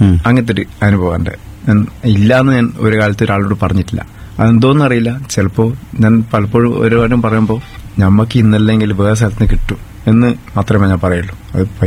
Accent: Maloor, Kerala, India; വീട് മാലൂരാണ്, മാലൂർ കപ്പറ്റപ്പയിൽ.

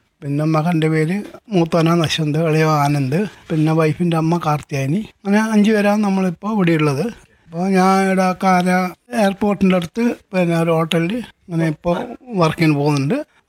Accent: Kerala, India; ഞാൻ മരുതായി എന്ന സ്ഥലത്താണ് ജനിച്ചു വളർന്നത്.

